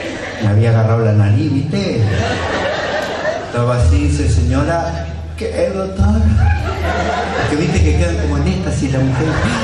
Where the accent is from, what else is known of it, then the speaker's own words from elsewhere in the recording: Paso de los Toros, Tacuarembó, Uruguay; me saqué la gana de decir que soy de Tacuarembó. Yo soy nacido en Paso de los Toros.